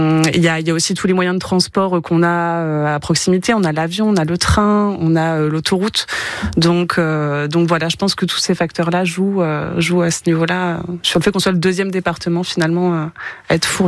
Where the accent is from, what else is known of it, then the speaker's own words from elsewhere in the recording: Occitanie, France; Je ne vais pas être objectif, parce que je suis du Minervois, mais du coup...